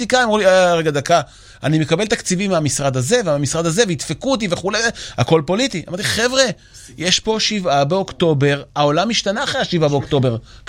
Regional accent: Yavne, Central District, Israel; אני גדלתי ביבנה. הגענו לשם לאינטגרציה

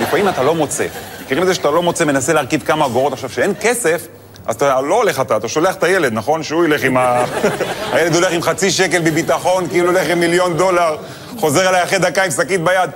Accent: Netanya, Central District, Israel; born or raised there

